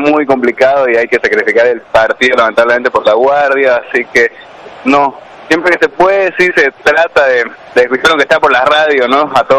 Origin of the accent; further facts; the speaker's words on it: Santa Cruz de la Sierra, Santa Cruz, Bolivia; now in Argentina; yo soy de Bolivia.